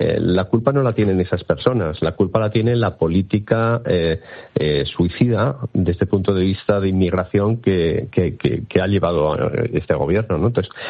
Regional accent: Bilbao, Basque Country, Spain; yo que soy de Bilbao y siempre pongo el ejemplo muy sencillo

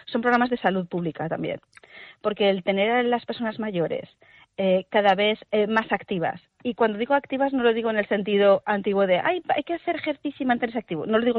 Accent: Spain; Nosotros somos españoles, júbilo, jubilarse es júbilo, alegría.

